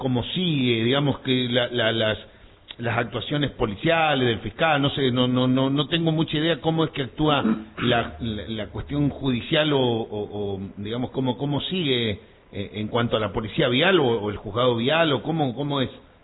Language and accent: Spanish; Argentina; cómo somos los argentinos